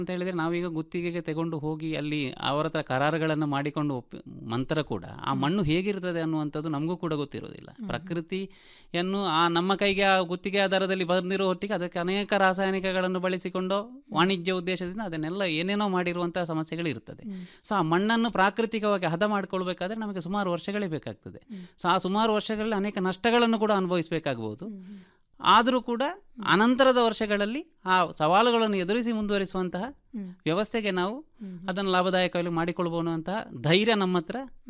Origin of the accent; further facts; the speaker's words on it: Kallur, Kasaragod district, Kerala, India; ನಾನು ಮೂಲತಃ ಕಾಸರಗೋಡು ಜಿಲ್ಲೆಯ ಮಂಜೇಶ್ವರ ತಾಲೂಕಿನ ವರ್ಕಾಡಿ ಗ್ರಾಮದ ಕಲ್ಲೂರು ಎಂಬ ಪ್ರದೇಶದಲ್ಲಿ ಜನಿಸಿ ಬೆಳೆದವನು. ಕೇರಳದ ರಾಜ್ಯಕ್ಕೆ ಬರುವಂತಹ ಜಿಲ್ಲೆ ಅದು. ಹುಟ್ಟಿನಿಂದಲೂ ಕೂಡ ಕೃಷಿ ಕುಟುಂಬವೇ ನಮ್ಮದಾದ್ದರಿಂದ